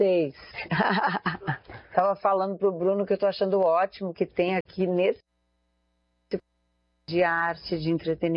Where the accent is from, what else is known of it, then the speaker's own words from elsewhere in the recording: Rosário do Sul, Rio Grande do Sul, Brazil; born there; Eu nasci no Rio Grande do Sul, no Rosário do Sul.